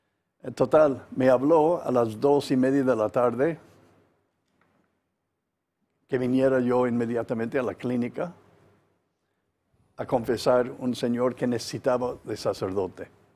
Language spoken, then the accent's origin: Spanish; Mexico; moved away; also born or lived in Tepatitlán, Jalisco